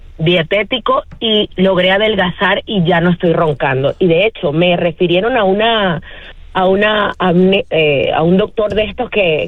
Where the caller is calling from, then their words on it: Katy, Texas, United States; estoy llamando de Katy, Texas.